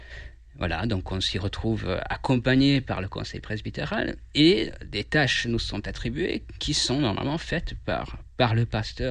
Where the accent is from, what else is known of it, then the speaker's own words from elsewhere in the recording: Hungary; French is a second language; moved away as an adult; now in France; Moi, je suis d'origine hongroise et ça fait bientôt 4 ans que je suis en France. Je suis arrivé dans le cadre d'un échange étudiant Erasmus en août 2022.